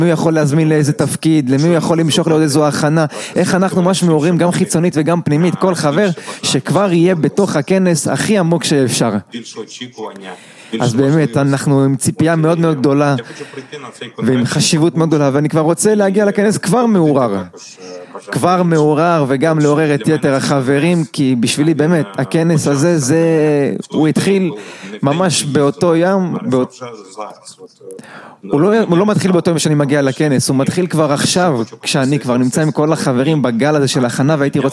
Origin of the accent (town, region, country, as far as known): Kyiv, Ukraine